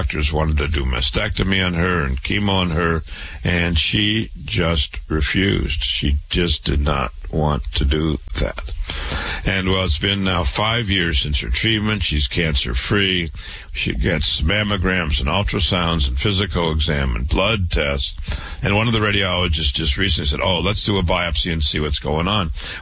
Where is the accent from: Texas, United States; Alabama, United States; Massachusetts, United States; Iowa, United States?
Iowa, United States; Waterloo; born and raised in Waterloo, Iowa.